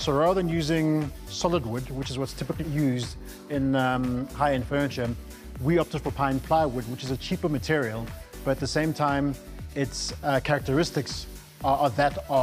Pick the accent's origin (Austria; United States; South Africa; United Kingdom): South Africa; And not just South African languages because I'm South African